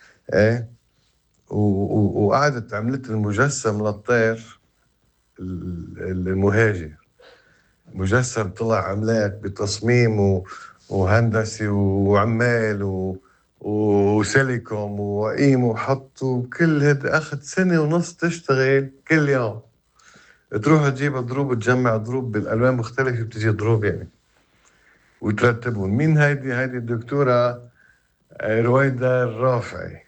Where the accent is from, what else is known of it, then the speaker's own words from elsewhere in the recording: North Governorate, Lebanon; من الشمال بدي أقول